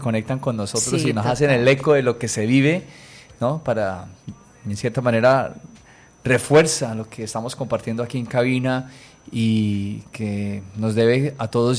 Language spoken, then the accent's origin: Spanish; Norte de Santander, Colombia; Yo siempre me he confrontado aquí en esta ciudad de Cúcuta, soy norte santandereano, vale decirlo con toda alegría y gozo